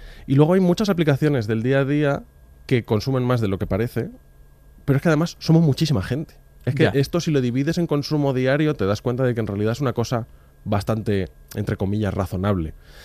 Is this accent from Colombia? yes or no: no; Madrid, Community of Madrid, Spain; el canal de Isabel II, que como madrileño defiendo aquí a muerte